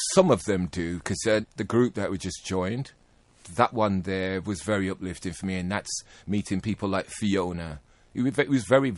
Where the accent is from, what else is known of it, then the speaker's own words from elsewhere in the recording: Birmingham, West Midlands, United Kingdom; I was born in Birmingham. Originally it's from Aston, and then I spent a lot of my years on the Bromford. I went to Hodgill School.